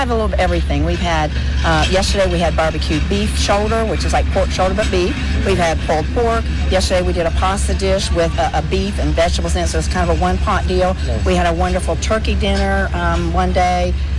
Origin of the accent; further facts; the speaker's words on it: Lewisburg, West Virginia, United States; Lewisburg, West Virginia, and honestly, as much as I love the group, I hope to never see them in my hometown because that says there's a disaster.